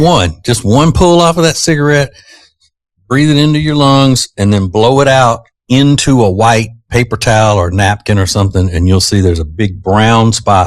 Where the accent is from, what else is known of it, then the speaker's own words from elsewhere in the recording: Winfield, Louisiana, United States; the way a lot of people in my hometown of Winfield, Louisiana, pronounce it